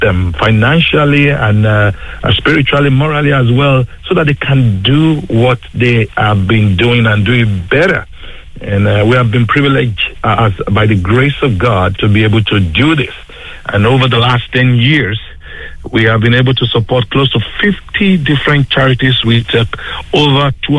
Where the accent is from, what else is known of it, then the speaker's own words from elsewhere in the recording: Nigeria; moved away as an adult; now in Ireland; You know, I'm originally from Nigeria, and my wife, she's from Tipperary. I came over to Ireland about 20.